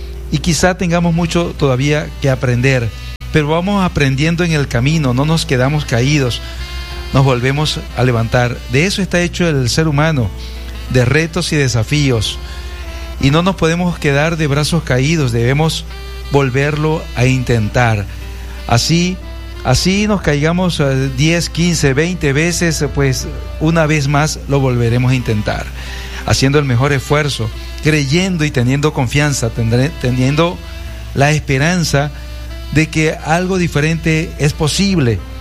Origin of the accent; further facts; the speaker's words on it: Venezuela; somos venezolanos, somos resilientes